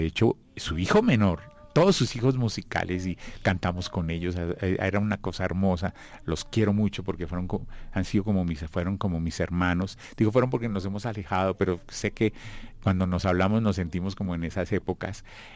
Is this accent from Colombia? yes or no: yes; Bogotá, Bogotá Capital District, Colombia; born there; cantaba en una iglesia en el barrio Kennedy, donde nosotros vivíamos, hasta los 9 años de edad. Y luego mi papá tuvo la ilusión de poder adquirir una casa aquí en el Minuto de Dios.